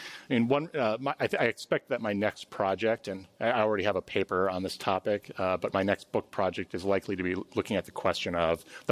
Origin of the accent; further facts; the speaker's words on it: Milwaukee, Wisconsin, United States; if you look at a map of my hometown metropolitan area, Milwaukee, Wisconsin